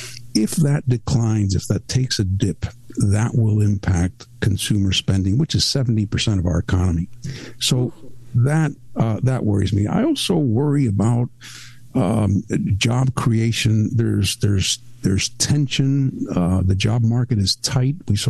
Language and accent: English; Mexico; also born or lived in Cuba; now in United States; I was born in Cuba. We left after the revolution, came to the U.S., became U.S. citizens, and then moved to Mexico. And that's where I went to school, junior high school, high school.